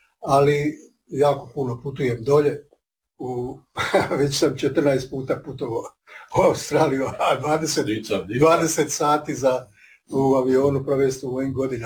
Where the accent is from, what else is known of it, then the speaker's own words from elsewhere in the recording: Slavonia, Croatia; born there; now in Zadar, Croatia; Ja nisam ovdje rođen, ja sam rođen u Slavoniji. Ali meni je najteže to što sam u 26 godina, od kad sam došao u Zadar